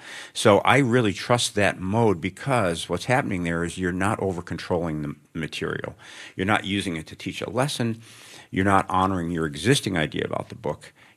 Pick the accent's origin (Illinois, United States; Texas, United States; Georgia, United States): Illinois, United States; Chicago; The bigger answer is I grew up in Chicago on the South Side. And in the late 60s and 70s.